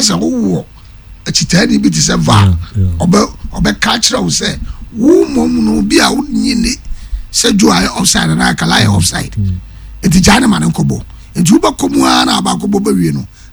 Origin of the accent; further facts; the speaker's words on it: Myanmar; At the end, I am from Myanmar, and I say any day.